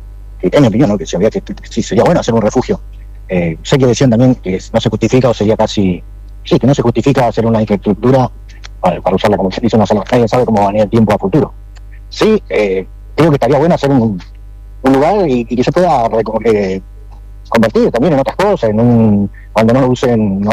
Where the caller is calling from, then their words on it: Neuquén, Argentina; de Neuquén, soy camionero, viajo mucho para acá, para el lado de Junín de los Andes.